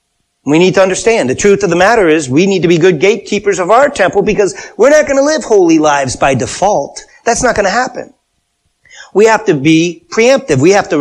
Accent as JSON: {"language": "English", "town": "Wilbraham", "region": "Massachusetts", "country": "United States", "tie": "born or raised there", "said": "Where I grew up in Wilbraham, upstream from where I was, because I grew up along this river, there was a hydroelectric plant."}